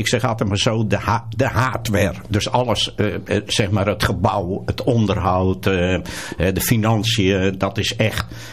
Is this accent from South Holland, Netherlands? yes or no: yes; Bergambacht, South Holland, Netherlands; born there; now in Gouda, Netherlands; Ik ben 75 jaar. Ik ben geboren in Bergambacht. En ja, ik woon hier al 52 jaar in Gouda. Dus ik ben niet echt een Goudenees, maar toch wel geaccepteerd.